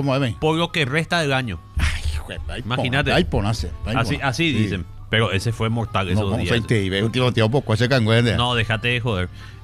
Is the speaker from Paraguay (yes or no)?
yes; Paraguay